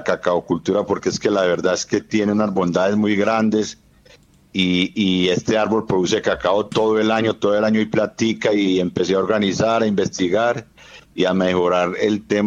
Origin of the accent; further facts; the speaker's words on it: Amagá, Antioquia, Colombia; now in Maceo, Colombia; yo vengo de Amagá, un municipio cafetero